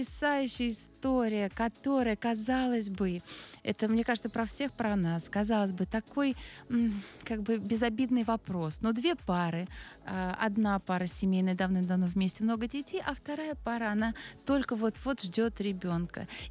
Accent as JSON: {"language": "Russian", "region": "Moscow", "country": "Russia", "tie": "born there", "said": "я родилась в Москве."}